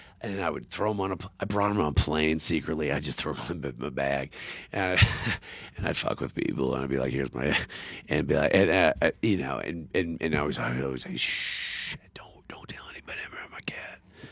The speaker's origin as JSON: {"language": "English", "region": "Oregon", "country": "United States", "said": "I'm from Oregon, so I could deal with the rain."}